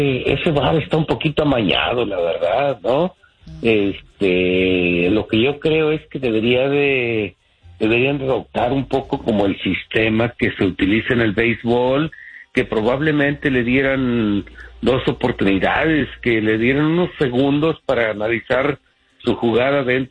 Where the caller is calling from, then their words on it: Los Angeles, California, United States; estoy llamando de Los Ángeles